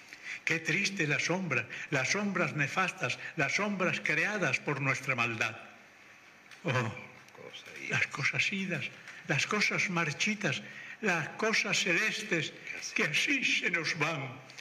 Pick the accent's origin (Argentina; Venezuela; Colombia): Venezuela; Maracaibo, Zulia; moved away as an adult; also born or lived in Barcelona; now in Spain; mis tías canarias me criaron a mí. Las primeras cosas que yo hice fueron comidas canarias. Ella tenía en la casa que nosotros vivíamos, era una casa que tenía unos 2.500, 300 metros de parcela. Porque en Maracaibo las casas se construían bien fuera